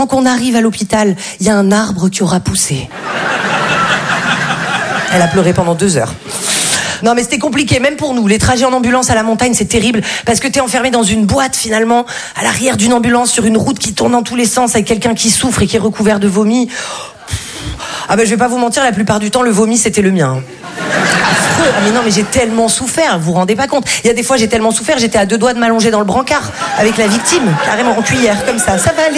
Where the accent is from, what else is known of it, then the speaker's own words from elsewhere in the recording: Val-de-Blore, Provence-Alpes-Côte d'Azur, France; moi je viens d'un tout petit village qui s'appelle Val-de-Blore, c'est sublime